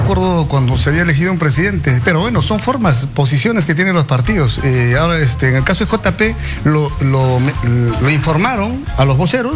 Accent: Cusco, Peru; yo vengo de la región del Cusco.

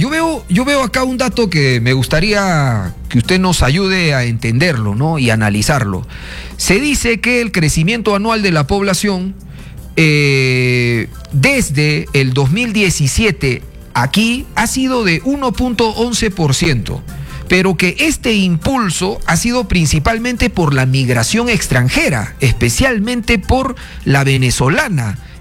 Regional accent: Peru

